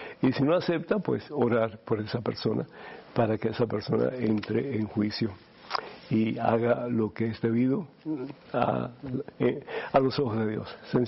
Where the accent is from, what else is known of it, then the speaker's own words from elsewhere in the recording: Cuba; Yo soy de Cuba originalmente.